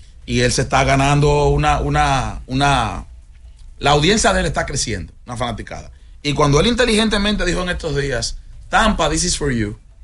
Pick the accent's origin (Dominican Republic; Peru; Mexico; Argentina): Dominican Republic; yo soy dominicano